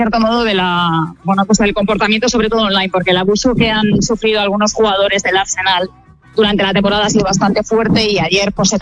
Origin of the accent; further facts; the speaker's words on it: Galicia, Spain; pero yo soy gallega y a mí que llueva me da igual.